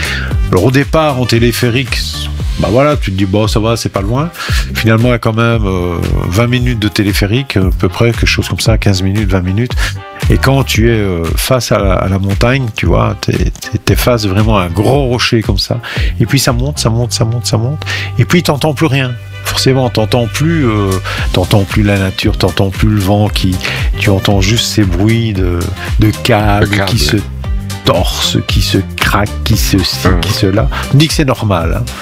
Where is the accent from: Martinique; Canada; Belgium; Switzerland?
Belgium; chez nous en Belgique.